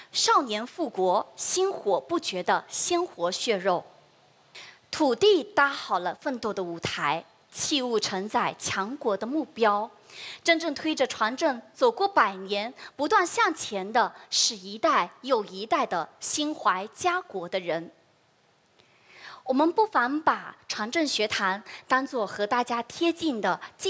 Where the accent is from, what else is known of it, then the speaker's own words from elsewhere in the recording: Fujian, China; 现在我们福建人又喜欢讲爱拼才会赢